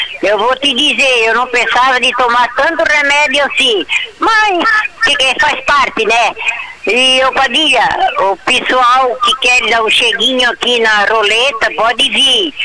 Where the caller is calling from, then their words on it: Brazil; Que nós somos brasileiros, nós temos que honrar o que somos nós.